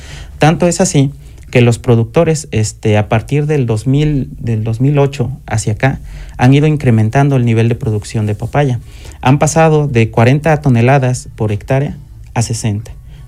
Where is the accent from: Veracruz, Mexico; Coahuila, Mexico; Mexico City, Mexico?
Veracruz, Mexico; Yo vengo del estado de Veracruz, yo estoy en una región fría